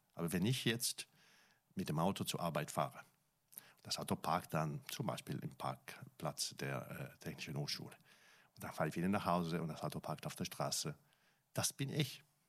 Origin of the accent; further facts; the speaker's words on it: Italy; German is a second language; now in Germany; Als ich als Italiener irgendwann nach Deutschland kam, wollte ich gerne Generalist sein.